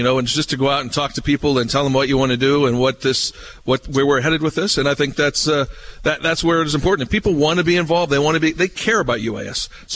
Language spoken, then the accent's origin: English; Ohio, United States; One is I wanted to get back to the Midwest. I grew up in Ohio, so getting back to the Midwest was important.